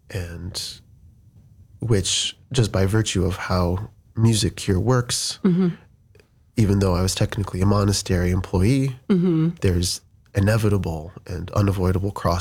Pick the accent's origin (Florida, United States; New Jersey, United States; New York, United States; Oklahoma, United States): New York, United States; born there; also born or lived in Cleveland, Ohio; Grew up in Cleveland for a little bit, and then moved to upstate New York. Right around 2000, and then grew up there for 17 years, and then was always an altar boy.